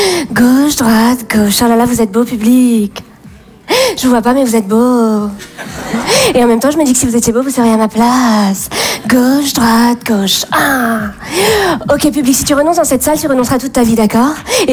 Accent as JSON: {"language": "French", "town": "Bordeaux", "region": "Nouvelle-Aquitaine", "country": "France", "tie": "born or raised there", "said": "je viens de Bordeaux. Et ayant grandi dans le milieu bourgeois bordelais, j'ai fait beaucoup de rallyes."}